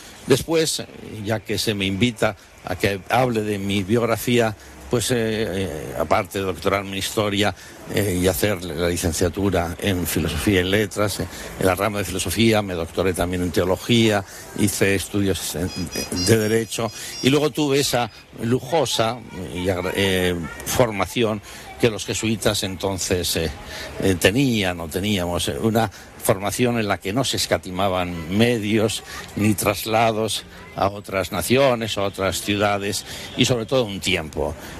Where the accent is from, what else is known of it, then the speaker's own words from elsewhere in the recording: Bilbao, Basque Country, Spain; moved away; also born or lived in Salamanca; yo nací en Bilbao. Me siento muy bilbaíno, amo a mi ciudad, modelo de ciudad liberal en la historia.